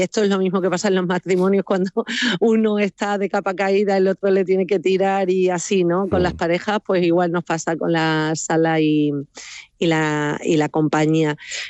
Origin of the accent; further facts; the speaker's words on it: Cáceres, Extremadura, Spain; Cacereña de pura cepa, sí.